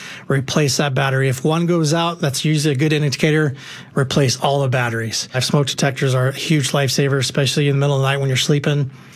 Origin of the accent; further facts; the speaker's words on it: Phoenix, Arizona, United States; So I'm from here. I'm a native from Arizona, and I remember like Shea Boulevard or Glendale were like as far north as you could possibly go